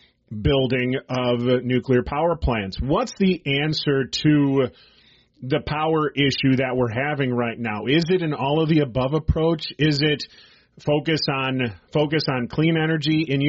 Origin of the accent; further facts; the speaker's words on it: Illinois, United States; And in my home state of Illinois, they're dealing with the energy crisis